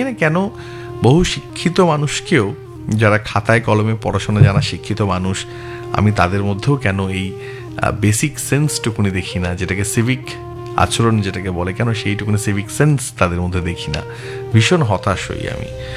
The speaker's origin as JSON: {"language": "Bangla", "country": "India", "said": "বিদেশে গেলে তো আমরা নিজেদের ভারতীয়, তখন তো আমরা ভারতীয়"}